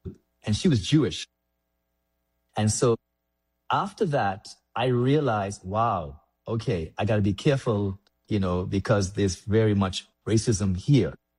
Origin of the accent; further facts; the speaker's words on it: Cockburn Town, Turks & Caicos Islands; I grew up in Grand Turk.